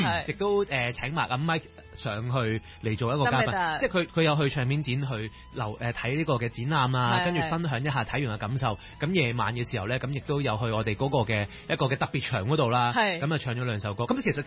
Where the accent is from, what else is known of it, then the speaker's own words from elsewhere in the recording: Hong Kong; 即係我哋香港人上到上海咧